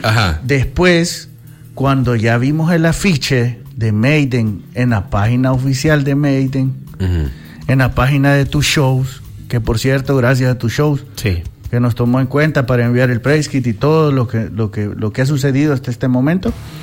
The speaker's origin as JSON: {"language": "Spanish", "country": "El Salvador", "said": "nosotros somos unos salvadoreños, no nos creemos de menos de nada, ¿verdad?"}